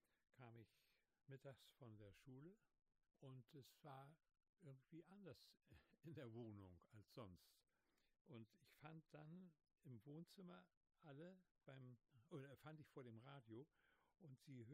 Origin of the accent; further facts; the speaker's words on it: Rostock, Mecklenburg-Vorpommern, Germany; also born or lived in Neustrelitz; Ich bin ja in Neustrelitz geboren, 1933, und nach 2 Jahren kam ich nach Rostock.